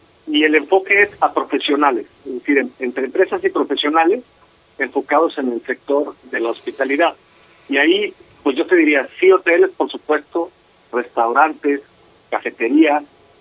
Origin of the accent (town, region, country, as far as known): Guadalajara, Jalisco, Mexico